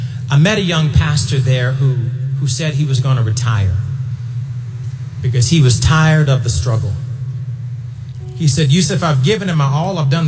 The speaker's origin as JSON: {"language": "English", "country": "United States", "said": "our journey as African American people"}